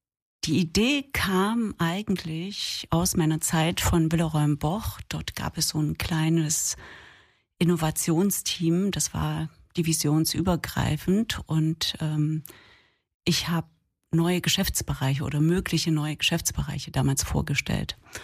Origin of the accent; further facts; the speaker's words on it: Thuringia, Germany; Ich bin in Thüringen aufgewachsen, also ich habe eine Ostbiografie, die ja immer ein bisschen spezieller ist, weil es eben da so viele Brüche gibt.